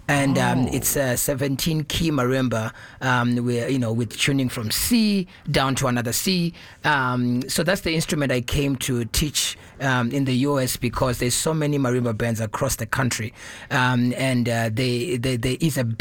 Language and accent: English; Harare, Zimbabwe; now in Colorado, United States; I'm from Zimbabwe in Harare, the capital city of Zimbabwe.